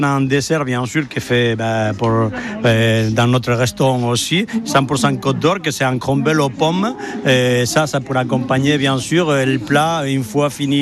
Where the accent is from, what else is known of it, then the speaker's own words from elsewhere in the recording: Spain; French is a second language; Oui, je suis d'origine d'Espagne.